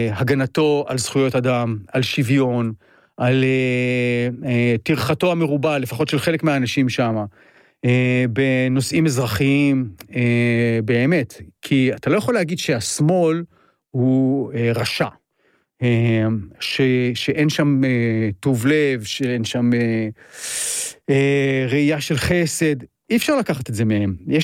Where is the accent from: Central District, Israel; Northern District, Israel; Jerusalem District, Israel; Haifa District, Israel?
Jerusalem District, Israel; Jerusalem; moved away as an adult; אני ירושלמי פעם, עד גיל 18 הייתי ירושלמי